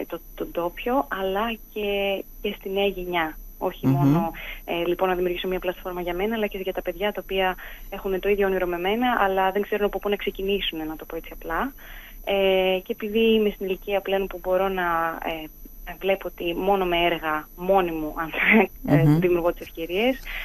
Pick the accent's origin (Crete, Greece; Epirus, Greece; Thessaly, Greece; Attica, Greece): Crete, Greece; Heraklion; moved away as an adult; μεγάλωσα στο Ηράκλειο.